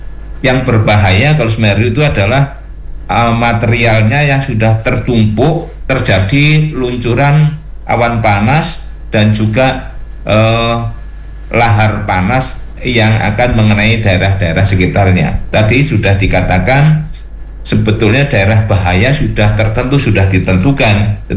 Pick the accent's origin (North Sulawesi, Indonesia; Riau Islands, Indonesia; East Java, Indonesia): East Java, Indonesia; Lumajang; now in Malang, Indonesia